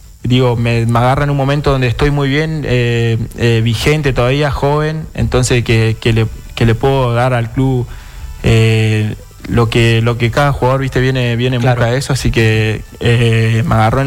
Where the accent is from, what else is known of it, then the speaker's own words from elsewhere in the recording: Sáenz Peña, Chaco, Argentina; Sí, bueno, yo soy de Sáenz Peña, me fui a Colón. Estuve 9 años en Colón, hice todas las inferiores